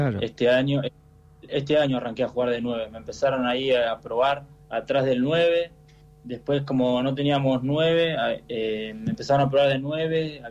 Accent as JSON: {"language": "Spanish", "town": "Berazategui", "region": "Buenos Aires Province", "country": "Argentina", "moved": "yes", "said": "Yo soy de Berazategui, de Buenos Aires."}